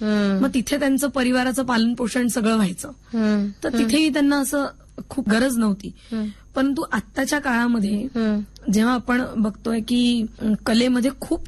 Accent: Nagpur, Maharashtra, India; म्हणजे मी नागपूरची आहे म्हणून नागपूरचं सांगतीये की इथे MFA डिपार्टमेंट आहे ललित कला विभाग

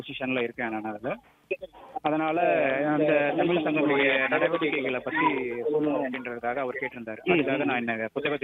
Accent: Erode, Tamil Nadu, India; moved away as an adult; now in Munich, Germany; இங்க நான் ஒரு வெக்கேஷனுக்காக வந்தோம், ஒர்க் பிளஸ் வெக்கேஷனுக்காக தான் இப்போ ஈரோடுக்காக வந்திருக்கேன். ஆனா என்னுடைய பூர்வீகம் வந்து ஈரோடு தான்.

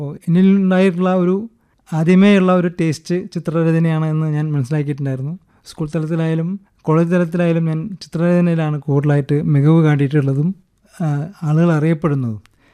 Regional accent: Kozhikode, Kerala, India; എൻ്റെ പിതാവ് … saint Joseph സ്കൂളിലെ അധ്യാപകനായിട്ടാണ് ഇവിടെ ഞാൻ കോഴിക്കോട് വന്നത്. അപ്പോൾ ഞാൻ 1 മുതൽ കോഴിക്കോട്ടുകാരനാണ്.

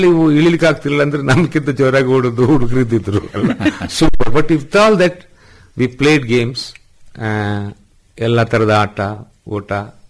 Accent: Madikeri, Karnataka, India; born there; also born or lived in Titimati / Virajpet; ನಾವೆಲ್ಲ ಅಲ್ಲೇ ಹುಟ್ಟಿ ಬೆಳೆದಿದ್ದು

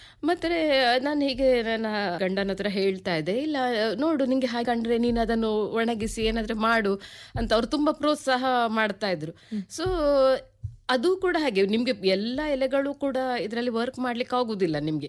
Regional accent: Kota, Karnataka, India; moved away as an adult; also born or lived in Saligrama / Sagar / Udupi / Mangaluru; now in Sharjah, United Arab Emirates; ನಾನು ಆಕ್ಚುಲಿ ಹುಟ್ಟಿ ಬೆಳೆದಿದ್ದು ಲಾಲಿ ಗ್ರಾಮ, ಕೋಟ, ಉಡುಪಿ ಜಿಲ್ಲೆ ಬರ್ತದೆ.

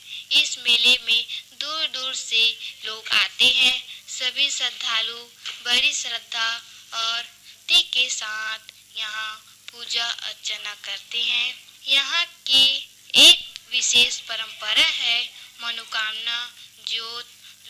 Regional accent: Katnai, Chhattisgarh, India; मुझे अपने गांव कटनाई पर बहुत गर्व है।

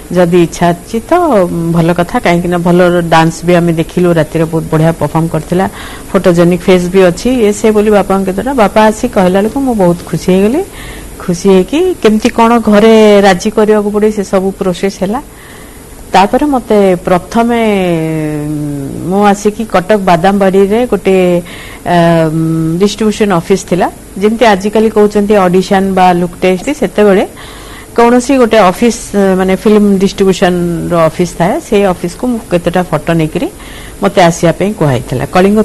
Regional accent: Choudwar, Odisha, India; born there; ଆଉ ଯେହେତୁ ମୋର ଜନ୍ମସ୍ଥାନ ଓଡ଼ିଶା ମାନେ ଚୌଦ୍ୱାର

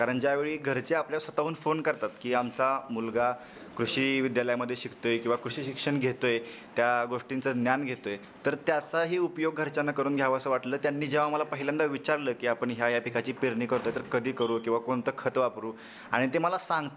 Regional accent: Marali, Maharashtra, India; मरळी हे गाव म्हणजे मी मूळचा खेडेगावचा आहे, एकदम छोटंसं गाव आहे, एकदम खेड्यात डोंगराच्या पायथ्याशी असलेलं एक गाव आहे.

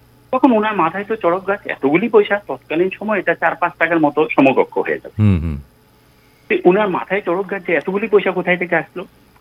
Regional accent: Shibnagar, India; born there; আমি তখন শিবনগর আমরা ভাড়া থাকতাম, আমি ছোট ছিলাম। আমার দাদু পূর্ববঙ্গ থেকে এসেছিল

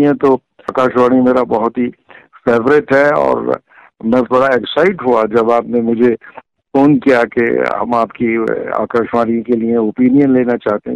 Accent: Rampur, Uttar Pradesh, India; और मैं यहाँ पुरानागंज कीरबाज खां रामपुर का ही निवासी हूँ, और मैंने अपनी एजुकेशन भी यहीं से की

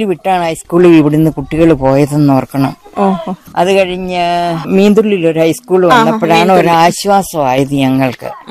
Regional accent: Kanjirappally, Kerala, India; now in Rajagiri, India; ഞാൻ കാഞ്ഞിരപ്പള്ളിക്കാരത്തിയാണ്. കാഞ്ഞിരപ്പള്ളിയിൽ നിന്ന് കുടിയേറിയതാണ് എന്റെ വീട്. എന്റെ വീട് പാലാവയിലാണ്. അവിടെ നിന്ന് കല്യാണം കഴിച്ചാണ് രാജഗിരി വന്നത്.

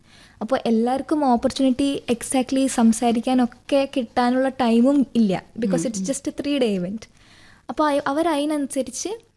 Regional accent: Kerala, India; ഞാൻ പറഞ്ഞു ഞാൻ മലയാളിയാണ്, കണ്ടാൽ തോന്നത്തില്ല എനിക്ക് ഹിന്ദി അറിയാം.

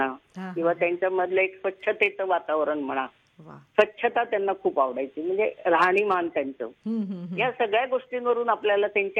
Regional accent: Nashik, Maharashtra, India; नाशिकला मी नाशिकचीच आहे तशी.

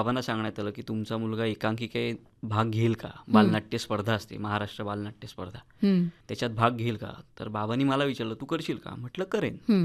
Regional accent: Ratnagiri, Maharashtra, India; moved away as an adult; त्यामुळे सगळं पहिली 25 वर्ष रत्नागिरीतच गेले.

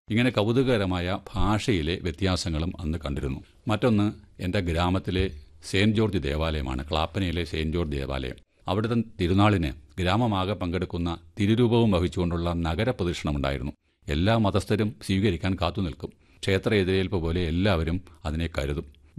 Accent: Clappana, Kerala, India; born or raised there

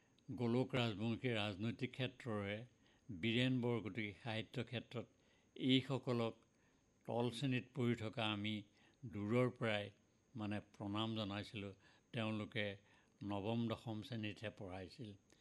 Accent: Jamuguri, Assam, India; মোৰ মামাহঁতৰ ঘৰ আছিল জামুগুৰিত। সৰুতে মাতৃহাৰা হোৱাত দুখ কষ্ট, অৱশ্যে মা ঢুকোৱাৰ অলপ দিনৰ আগতে মোক মামাহঁতৰ ঘৰলৈ লৈ গৈছিল।

